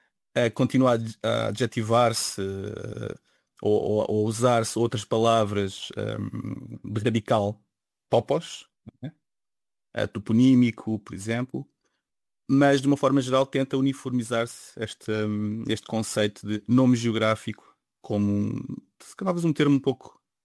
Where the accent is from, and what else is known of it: Portugal